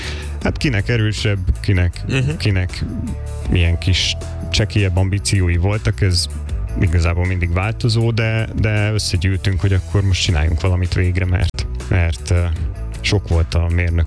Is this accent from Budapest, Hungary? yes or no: no; Debrecen, Hajdú-Bihar, Hungary; az 5 emberből 4-en debreceniek vagyunk.